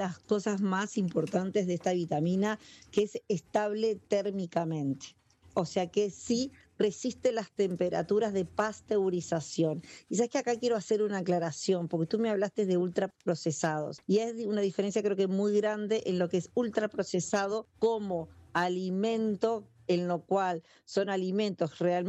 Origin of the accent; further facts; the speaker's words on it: Uruguay; En mi país, en Uruguay